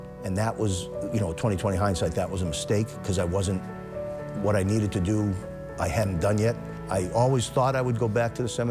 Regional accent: Boston, Massachusetts, United States; I grew up in Jamaica Plain, very much a parochial Boston neighborhood kid.

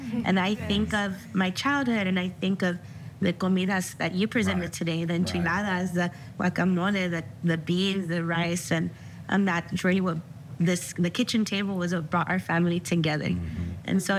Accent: Mexico; We're dual language, we're dual cultured. We're Mexican, but we're also American. We know English and we know Spanish, and I think that's something that's really important to me and the community that I surround myself with.

